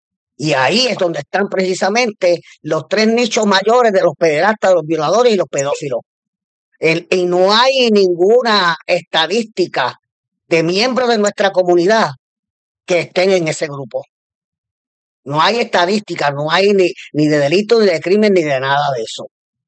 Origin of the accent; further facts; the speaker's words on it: Puerto Rico; nosotros tenemos derecho como puertorriqueños, puertorriqueñas y puertorriqueñas, estar en las calles de nuestra patria seguros.